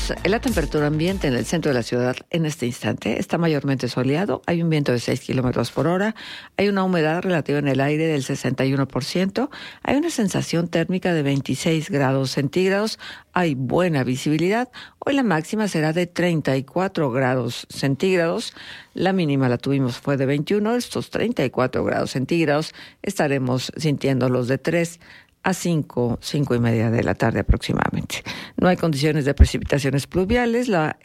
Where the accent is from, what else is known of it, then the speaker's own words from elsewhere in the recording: Mexico; somos mexicanos porque de manera fortuita nacimos aquí y pues bueno, ya está. Vivimos aquí, nos hacemos la vida aquí.